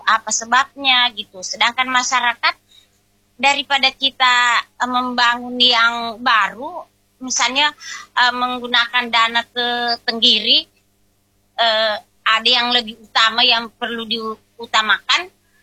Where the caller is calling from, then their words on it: Samarinda, East Kalimantan, Indonesia; saya sebagai warga Samarinda